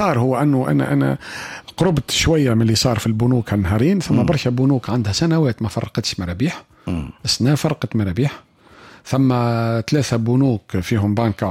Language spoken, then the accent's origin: Arabic; Tunisia; اليوم احنا ايش هي المعضله اللي عندنا في تونس؟